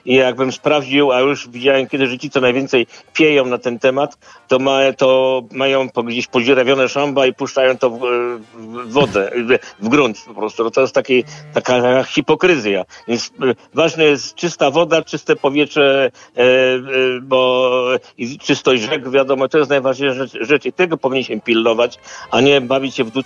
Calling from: Poznań, Greater Poland Voivodeship, Poland; jako poznaniak

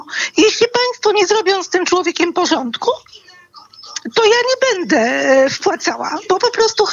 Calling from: Łódź, Łódź Voivodeship, Poland; ja dzwonię z Łodzi.

